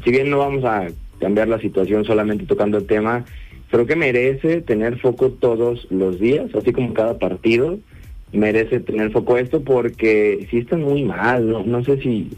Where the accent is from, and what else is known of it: Mexico